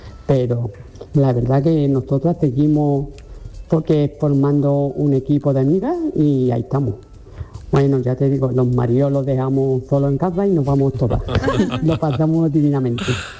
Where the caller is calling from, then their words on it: Ronda, Andalusia, Spain; de Ronda. Me encanta escucharos.